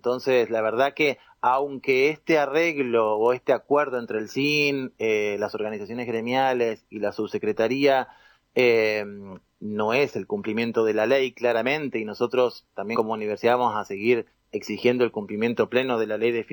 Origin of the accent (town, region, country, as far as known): Allen, Río Negro, Argentina